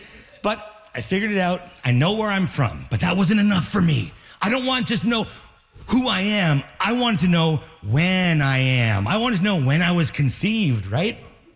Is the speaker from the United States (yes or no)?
no; Inuvik, Northwest Territories, Canada; I'm from Inuvik Northwest Territories, which is it's in the high Arctic. It's in the north. We're not so far up there. You're seeing polar bears, but the internet is bad. You know, that's how far north we are. It's really remote. I'm from the north.